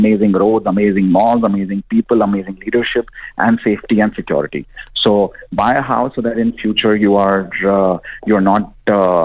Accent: Mumbai, Maharashtra, India; Like I come from Mumbai

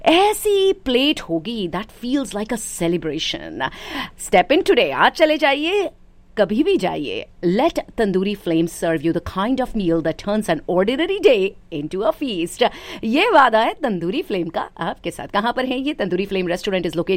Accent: Delhi, India; now in Garland, United States; मैं दिल्ली से हूँ, नॉर्थ इंडिया

